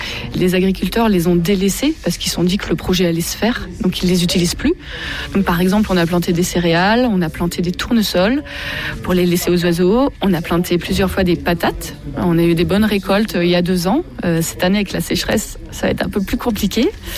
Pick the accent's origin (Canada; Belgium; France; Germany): France; Auvergne-Rhône-Alpes